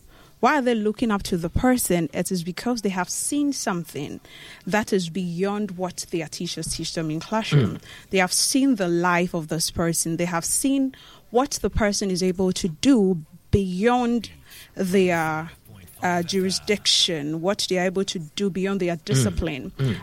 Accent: Shama Junction, Western Region, Ghana; I grew up in Shamar Junction.

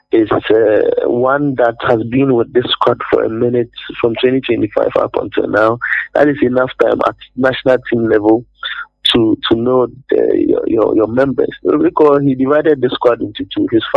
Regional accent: Ghana; I'm a Ghanaian, and I'm sorry, but this is my analysis is all favoring Ghana.

